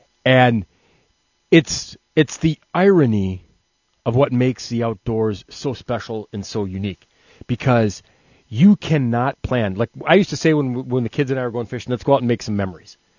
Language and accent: English; Williston, North Dakota, United States; born or raised there